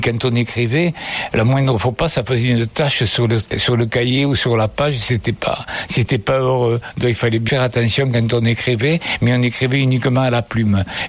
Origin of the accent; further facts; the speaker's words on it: Saint-Rome-de-Tarn, Occitanie, France; born there; moved away as an adult; also born or lived in Saint-Affrique / Rodez / Alpes-Maritimes; j'ai connu Saint-Rome, j'avais 6 ans, c'était en 1950, donc j'ai fait ma scolarité ici à Saint-Rome, puis à Sainte-Afrique et à Rhodes, puis comment dirais-je, le travail m'a amené sur la côte d'Azur, dans les Alpes-Maritimes, ce n'est qu'à la retraite que j'ai retrouvé Saint-Rome en 1982